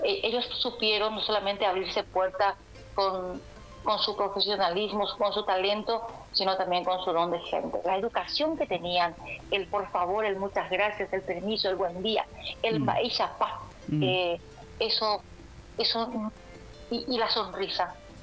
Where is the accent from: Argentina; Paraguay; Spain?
Paraguay; para nosotros que somos hijos de Tupac Cupé y que no existe un solo día con que dejemos de soñar con amanecer bajo el cielo del Paraguay, para nosotros eso es muchísimo.